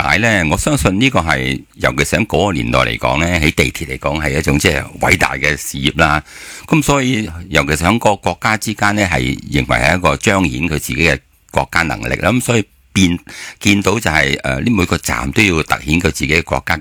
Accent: Hong Kong; 可能我哋香港人就唔覺啦，

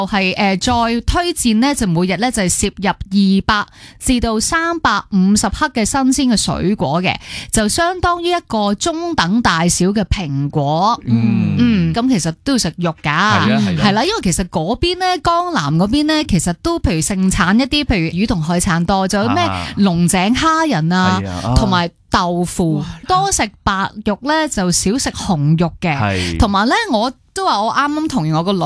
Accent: Hong Kong; 我哋香港人就可能中意食嗰啲冇渣啊，滑捋捋啊。

